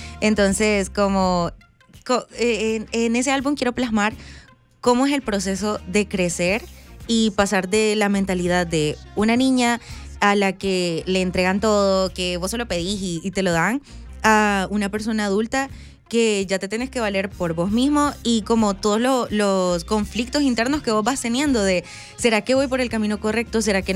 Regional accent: Lourdes, La Libertad, El Salvador; yo soy de Lourdes.

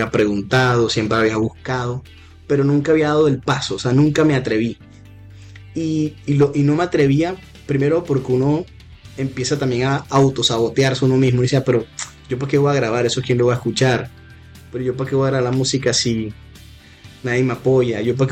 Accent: Santa Marta, Magdalena, Colombia; saben que soy de la costa, ya dije que soy de Santa Marta. Tenemos fama de ser bullosos y la fama es cierta.

